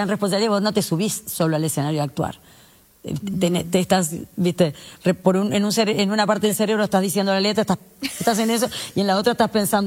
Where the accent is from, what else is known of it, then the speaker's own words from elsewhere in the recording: Punta del Este, Maldonado, Uruguay; also born or lived in Montevideo; Soy de Punta del Este.